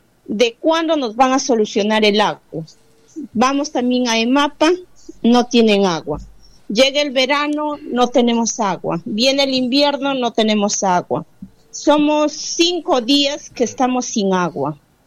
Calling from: Morales, San Martín, Peru; Soy una vecina de Waldemar Tello, más conocido como Parte Alta de Morales, por la segunda puerta del cuartel.

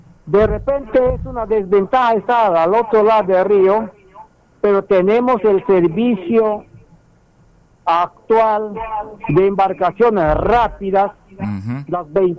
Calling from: San Martín, Peru; para compartir en Agua No Muy Una el día del aniversario de mi pueblo

